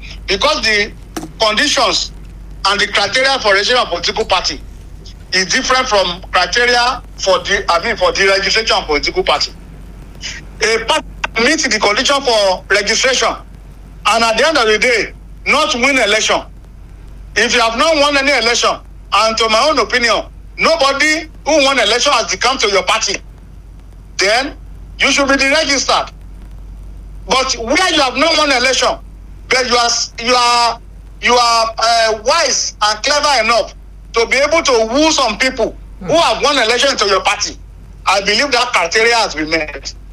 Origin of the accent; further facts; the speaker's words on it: Nigeria; I am talking as a Nigerian who want the best for this country.